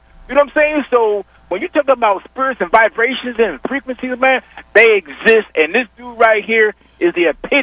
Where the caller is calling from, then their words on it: Connecticut, United States; I'm from Connecticut, man.